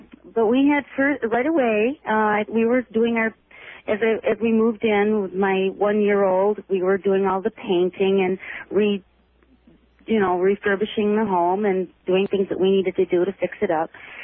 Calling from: Jamestown, New York, United States; I'm calling from Jamestown, New York.

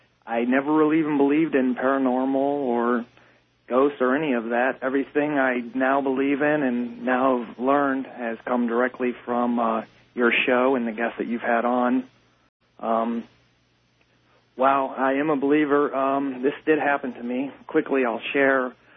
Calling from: Akron, Ohio, United States; I'm calling out of Akron, Ohio, WTAM 1100.

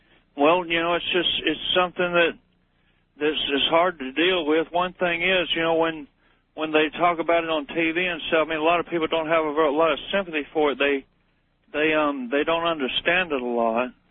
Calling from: Olive Branch, Mississippi, United States; I'm calling from Olive Branch, Mississippi.

